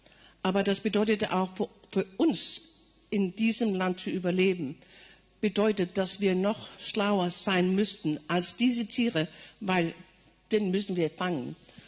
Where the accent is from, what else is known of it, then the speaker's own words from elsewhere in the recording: Greenland; first language Greenlandic; German is a second language; Dänisch als meine zweite Sprache. Erste Sprache ist Grönländisch, das ist eine Inuit-Sprache. Das ist unsere erste Sprache, das ist auch die einzige offizielle Sprache Grönlands seit 2009.